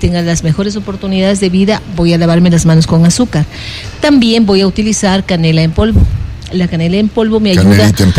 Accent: Ecuador; Nosotros sí, nosotros vamos a celebrar. Y somos ecuatorianos.

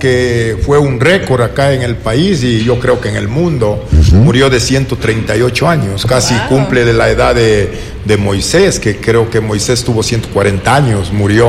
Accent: Vacas Galindo, Imbabura, Ecuador; Ya, mi pueblo es la parroquia de Vacas Galindo.

